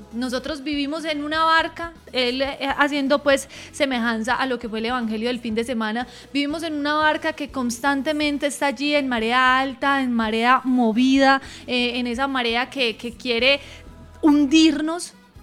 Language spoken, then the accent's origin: Spanish; Colombia; hoy somos todos colombianos.